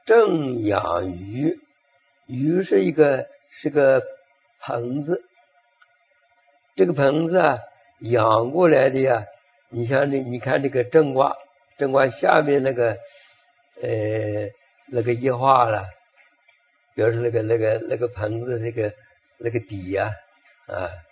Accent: China; 我们中国人那个取姓名很多从卦里面来讲的

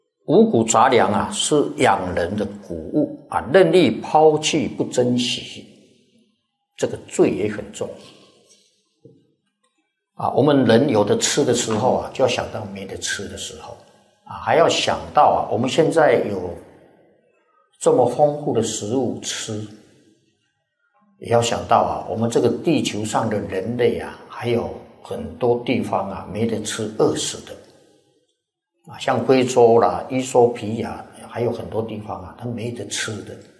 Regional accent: Taiwan

